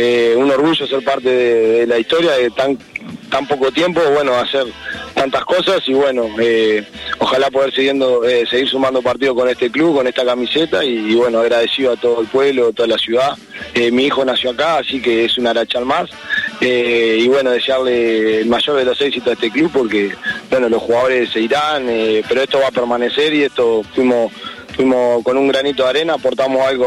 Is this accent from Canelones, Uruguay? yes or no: yes; Pando, Canelones, Uruguay; moved away; el primer momento que llegué, me adapté muy bien a la ciudad. Yo soy de Pando, pero mi abuela es de Tacuarembó